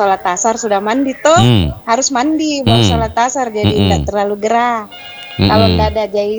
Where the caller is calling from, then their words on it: Sengkang, South Sulawesi, Indonesia; kita orang Singkang tuh, orang Bugis